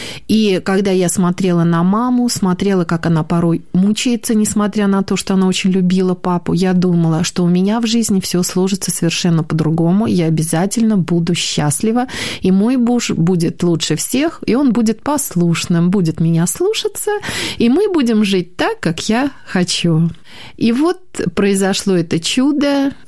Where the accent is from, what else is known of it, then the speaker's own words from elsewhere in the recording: Moscow, Russia; born there; Родилась я в Москве, в хорошей благополучной семье